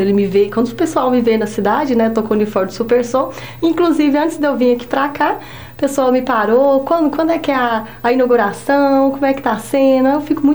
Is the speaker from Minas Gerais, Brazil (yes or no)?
yes; Papagaios, Minas Gerais, Brazil; now in Barão de Cocais, Brazil; Eu tô gostando muito aqui da cidade de Barão de Cocais. Eu não sou daqui, né? Como havia te dito, eu sou de Papagaios.